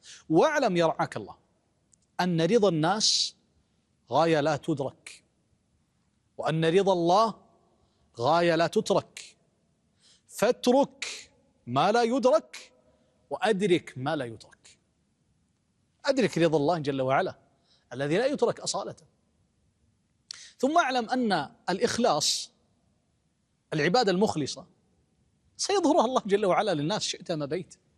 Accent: Kuwait; بلدنا الكويت

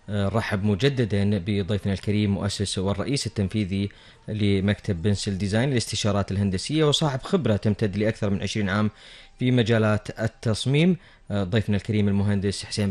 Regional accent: Kuwait; خصوصا عندنا بالكويت لما يكون الشمس حارة جدا

